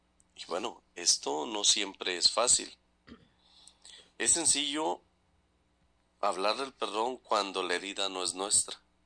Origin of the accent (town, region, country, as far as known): Mexico